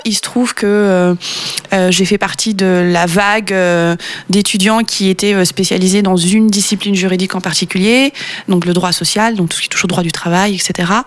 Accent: France; born there; Milieu social, bon, je suis née en France, milieu lambda.

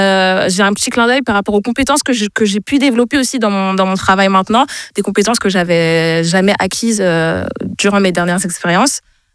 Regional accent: Île-de-France, France; Je viens de la région parisienne.

